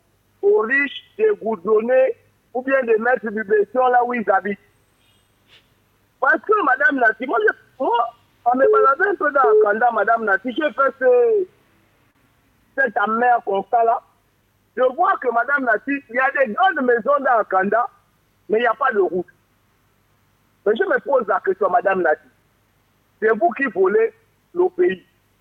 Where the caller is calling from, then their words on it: Gabon; chez nous à Gabon